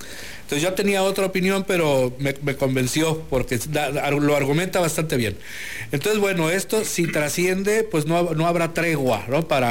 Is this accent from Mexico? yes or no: yes; Mexico